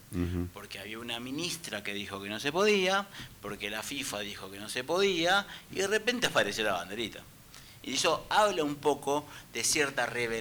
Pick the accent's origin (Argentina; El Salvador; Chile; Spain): Argentina; Soy argentino.